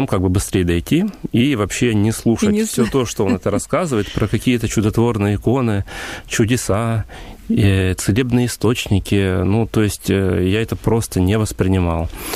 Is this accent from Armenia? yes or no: no; Yuzhno-Sakhalinsk, Sakhalin Oblast, Russia; moved away; Я родился на острове Сахалин, Дальний Восток, в городе Южно-Сахалинске, 50 лет назад. Поэтому у меня абсолютно такое же советское прошлое, как у большинства наших людей моего возраста, скажем так.